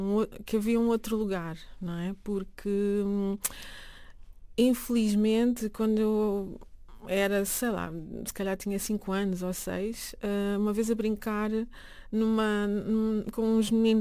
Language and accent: Portuguese; Lisbon, Portugal; born there; Sim, eu nasci em Lisboa.